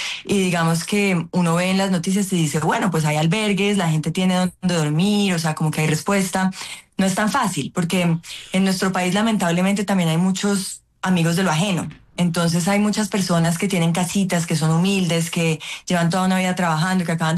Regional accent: Colombia; de personas que están pidiendo a gritos que las miremos y que como colombianos los ayudemos.

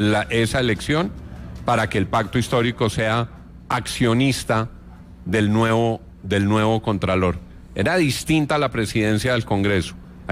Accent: Colombia; se lo digo como colombiano.

